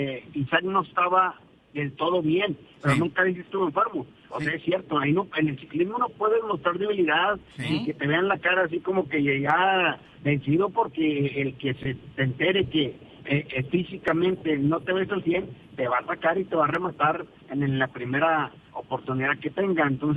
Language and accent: Spanish; Mexico; para uno como mexicano